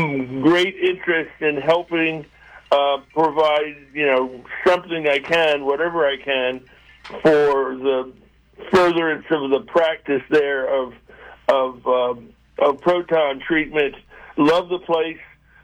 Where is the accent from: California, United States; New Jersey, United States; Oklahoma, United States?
New Jersey, United States; born there; also born or lived in Spain; Well, East Coast. I was born in New Jersey, but I had my formative years in the Mediterranean Basin. Finished high school in Spain and then came back to the U.S. for college